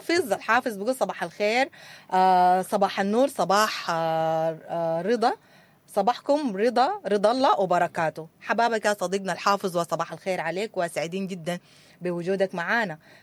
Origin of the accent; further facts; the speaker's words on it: Sudan; نحنا كشعب سوداني